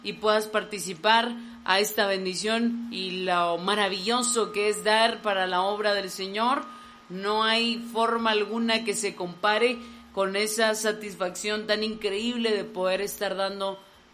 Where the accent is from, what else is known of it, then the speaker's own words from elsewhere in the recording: Zacapa, Guatemala; nosotros que somos de Zacapa y pertenecemos también a la región de Huasteto del Progreso